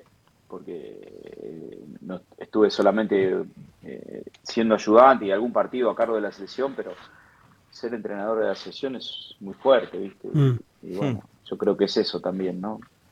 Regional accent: Rosario, Santa Fe, Argentina; Sí, porque es donde nos criamos.

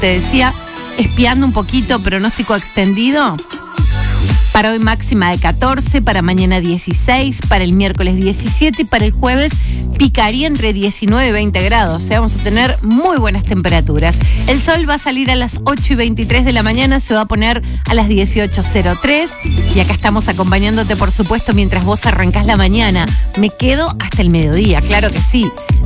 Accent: Argentina

